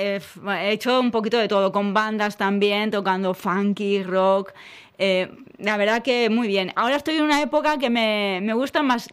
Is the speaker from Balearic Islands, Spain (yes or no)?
yes; Palma, Balearic Islands, Spain; soy guitarrista y profesora de música y bueno, soy de aquí, de Palma, y bueno, tengo familia en Albacete también, estoy un poco repartida.